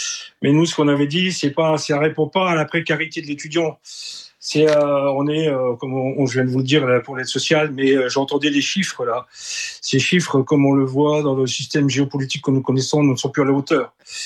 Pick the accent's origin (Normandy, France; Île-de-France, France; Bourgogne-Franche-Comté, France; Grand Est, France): Grand Est, France; parce que moi, je suis de la Lorraine